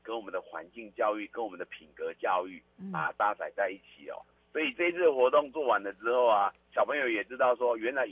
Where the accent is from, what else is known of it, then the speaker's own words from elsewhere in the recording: Taiwan; 然后再加上现在手摇饮其实是每一个小朋友都很喜欢，等于是我们台湾人的日常啦。